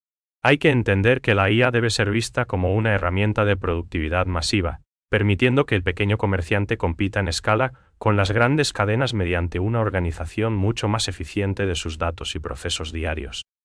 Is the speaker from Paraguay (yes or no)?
yes; Paraguay; esa esencia humana que nos identifica como paraguayos.